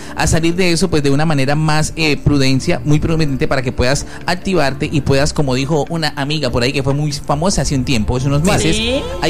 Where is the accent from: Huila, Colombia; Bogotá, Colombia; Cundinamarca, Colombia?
Cundinamarca, Colombia; Subachoque; moved away; Porque eso es lo que abunda en Sobachocha, en mi tierra abunda la gente hipócrita.